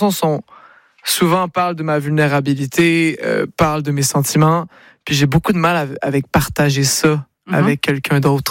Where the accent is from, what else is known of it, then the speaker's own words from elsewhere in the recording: Quebec, Canada; Je suis un vrai Québécois.